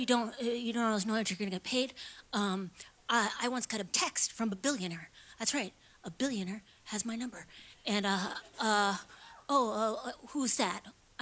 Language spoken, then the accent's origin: English; Duluth, Minnesota, United States; I'm from Duluth.